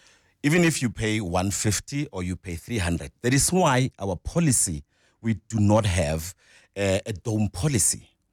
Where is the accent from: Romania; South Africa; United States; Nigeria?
South Africa; Rustenburg, North West; No, I'm from Rustenburg.